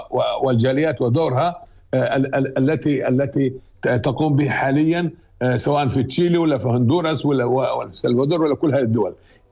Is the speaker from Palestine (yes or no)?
yes; Palestine; now in Spain; أنا فلسطيني، أوكي فلسطيني إسباني أو إسباني من أصل فلسطيني